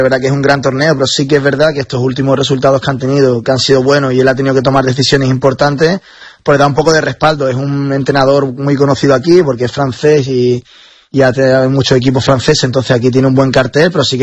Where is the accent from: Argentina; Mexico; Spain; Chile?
Spain; cómo somos los españoles